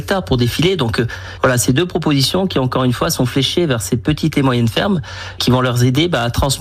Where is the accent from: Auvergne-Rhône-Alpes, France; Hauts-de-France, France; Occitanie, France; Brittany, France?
Auvergne-Rhône-Alpes, France; pense notamment par exemple aux cerises chez moi en Ardèche.